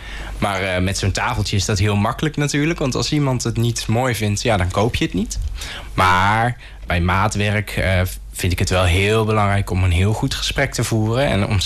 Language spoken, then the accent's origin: Dutch; Kesteren, Gelderland, Netherlands; born there; Ik ben geboren in Kesteren, in Gelderland. En mijn moeder was zelf ook erg creatief, dus ze kon niet stilzitten. Dus we zijn heel veel verhuisd. In totaal ben ik nu 20 keer verhuisd.